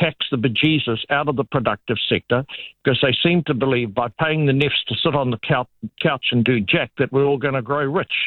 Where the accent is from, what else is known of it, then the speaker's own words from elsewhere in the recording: Kaitaia, Northland, New Zealand; I come from Kaitaia.